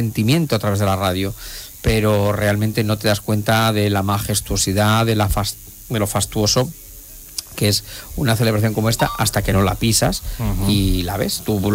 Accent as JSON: {"language": "Spanish", "region": "Castilla-La Mancha", "country": "Spain", "lives_now": "Toledo, Spain", "said": "aunque yo soy manchego, pero ya son tantos años también aquí y mi vida transcurre entre el Toledo y la Mancha"}